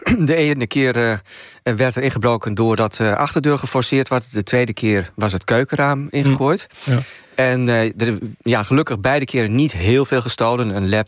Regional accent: Groningen, Netherlands; En verder, ik kom uit Groningen. Dat is fietsstad nummer 1 in Nederland.

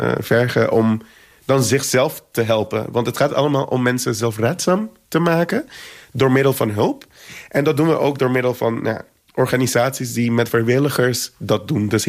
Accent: Aruba; voor mij als Arubaan zijnde

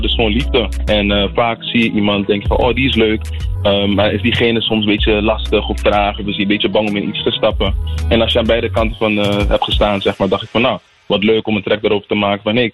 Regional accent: San Nicolaas, Aruba; now in Groningen, Netherlands; Klopt, ik ben geboren en getogen op Aruba in San Nicolaas. En ik woon nu meer dan 10 jaar in Groningen. Dus ik ben een soort van hybride, zeg ik dan maar.

